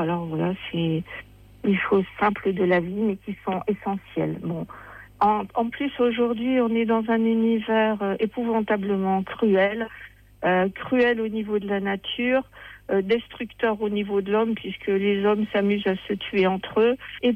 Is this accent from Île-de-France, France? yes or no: no; Seclin, Hauts-de-France, France; born there; Je suis une vraie nordiste, née dans le nord, à Seclin, près de Lille, et très fière d'être nordiste.